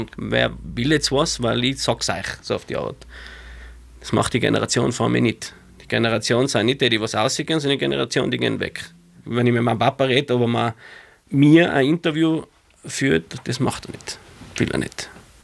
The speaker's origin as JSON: {"language": "German", "town": "Innsbruck", "region": "Tyrol", "country": "Austria", "said": "Also bei uns in Innsbruck sagt man zu den Nicht-Jenischen Gaci."}